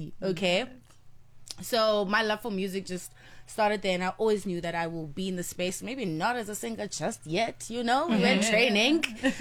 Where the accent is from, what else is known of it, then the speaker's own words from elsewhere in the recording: Cape Town, Western Cape, South Africa; also born or lived in Johannesburg; So I swear I come from, I'm from Cape Town. I was born here in Johannesburg, of course. But most of my life, I've groomed in Cape Town. My entire family is there now.